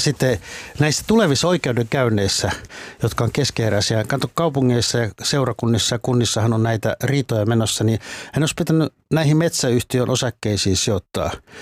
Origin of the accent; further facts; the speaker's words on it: Uusimaa, Finland; mä oon Uudeltamaalta